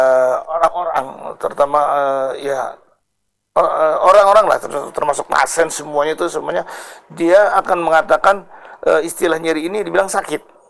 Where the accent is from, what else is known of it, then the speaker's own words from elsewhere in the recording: Jakarta, Indonesia; saya sendiri aslinya sih memang dari Jakarta, kayak gitu, karena saya sendiri lahir di Jakarta, SD, SMP, SMA juga di Jakarta. Saya mengambil di kedokteran di UI di Jakarta.